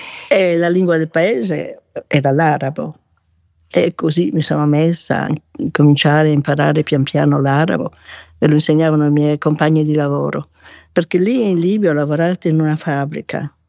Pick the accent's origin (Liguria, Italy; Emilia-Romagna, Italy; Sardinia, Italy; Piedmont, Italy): Sardinia, Italy; molti del mio paese di origine, che era un paese del cuore della Barbagia.